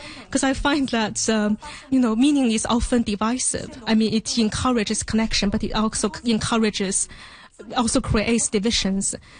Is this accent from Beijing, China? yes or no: yes; Beijing, China; English is a second language; I'm from Beijing, China.